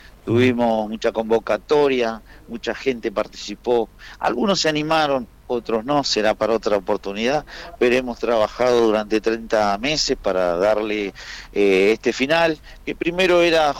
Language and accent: Spanish; Cañadón Seco, Santa Cruz, Argentina; born there; y luego, bueno, yo nací en Cañadón Seco, pero mis hermanos habían nacido en Comodoro, claro.